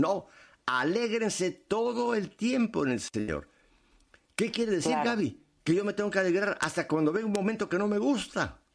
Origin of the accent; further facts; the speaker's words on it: Mexico City, Mexico; yo soy chilango, yo soy nativo de Ciudad de México.